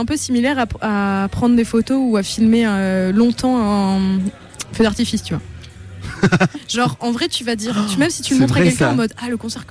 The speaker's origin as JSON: {"language": "French", "town": "Amiens", "region": "Hauts-de-France", "country": "France", "tie": "born or raised there", "moved": "yes", "said": "je suis née à Amiens"}